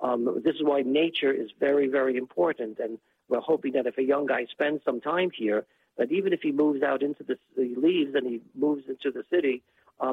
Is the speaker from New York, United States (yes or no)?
yes; Brooklyn, New York, United States; because I'm a city slicker. I'm from Brooklyn, so you know, how do you know when when the sheep are pregnant?